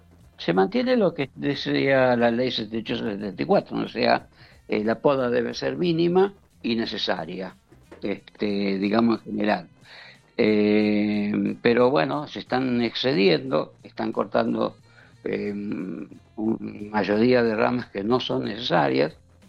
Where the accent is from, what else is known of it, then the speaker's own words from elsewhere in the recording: Godoy Cruz, Mendoza, Argentina; como yo soy de Godoy Cruz, o sea, a la dirección, a Forestación de Godoy Cruz.